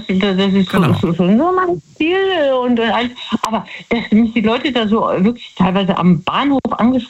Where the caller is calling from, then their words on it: Betzdorf, Rhineland-Palatinate, Germany; Aus Betzdorf.